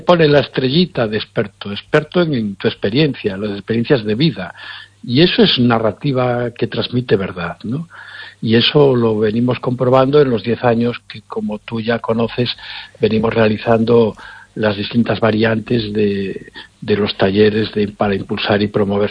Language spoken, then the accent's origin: Spanish; Galicia, Spain; yo, como todos los gallegos, pues hemos tenido la suerte de que nuestros antepasados, en mi caso mi abuela, en la Lareira, en Ans, en Carral, pues en los veranos nos contaba historias